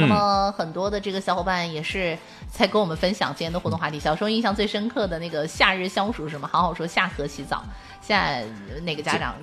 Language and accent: Chinese; Ganzhou, Jiangxi, China; 我在赣州长大